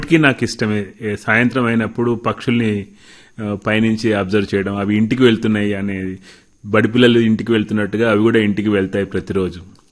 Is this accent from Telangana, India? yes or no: yes; Mahbubnagar, Telangana, India; చిన్నప్పుడు నేను మహబూబ్ నగర్లో నా చిన్నతనం, నా చదువు చిన్నప్పుడు పాఠశాలలో చదువు కూడా అక్కడ జరిగింది.